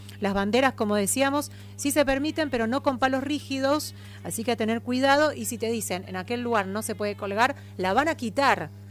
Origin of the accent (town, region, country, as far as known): Argentina